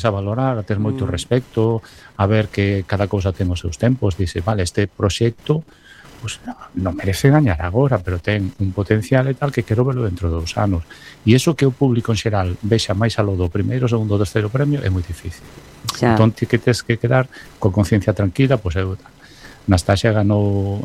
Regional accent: Ferrol, Galicia, Spain; now in Narón, Spain; Mira, eu son de Ferrol.

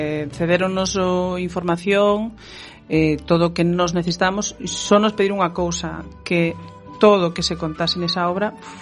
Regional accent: Galicia, Spain; somos galegos a retranca.

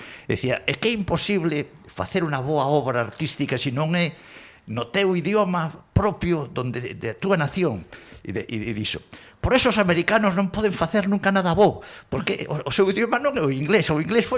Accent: Vigo, Galicia, Spain; first language Spanish; Galician is a second language; máis de galega, polo tanto, na miña casa se falaba basicamente en castelán, nos xesuítas de Vigo, onde estuve 11 años, se falaba absolutamente en castelán

